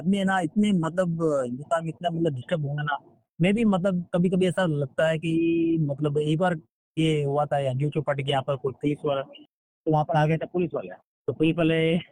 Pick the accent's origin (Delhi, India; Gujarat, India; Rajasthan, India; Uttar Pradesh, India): Rajasthan, India; now in Mumbai, India